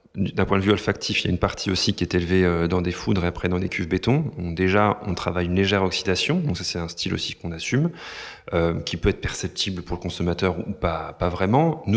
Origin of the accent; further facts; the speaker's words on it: Sancerre, Centre-Val de Loire, France; born there; now in Languedoc, France; Moi, je suis né à Sancerre